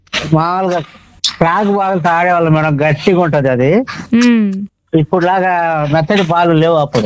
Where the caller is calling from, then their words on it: Allagadda, Andhra Pradesh, India; నేను నంద్యాల జిల్లా ఆళ్ళగడ నుంచి … మాట్లాడుతున్నాను మేడం.